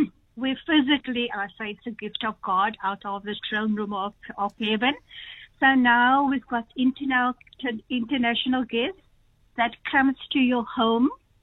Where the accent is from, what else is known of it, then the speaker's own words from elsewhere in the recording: Pniel, Western Cape, South Africa; Yes, so I'm born and bred in Pinel. I haven't put my foot outside of, South Africa.